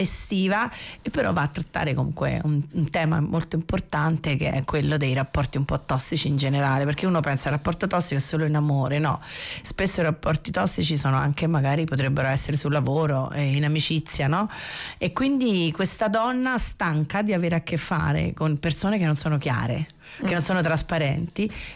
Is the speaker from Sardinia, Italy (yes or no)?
no; Rome, Lazio, Italy; no, sono di Roma, però mi adatto facilmente.